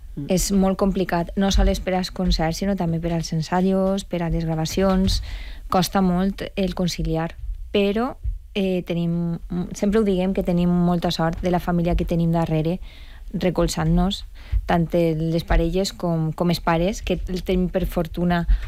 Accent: Mislata, Valencian Community, Spain

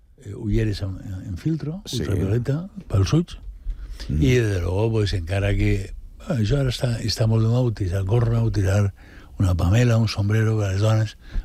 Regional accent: Almàssera, Valencian Community, Spain; Nosaltres venim d'Almàssera

